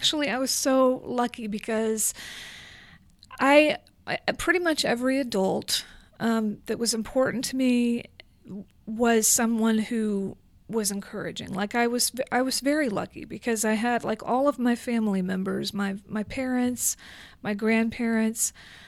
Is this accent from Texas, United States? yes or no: yes; Bryan, Texas, United States; I grew up in Bryan. I've basically lived there almost my whole life.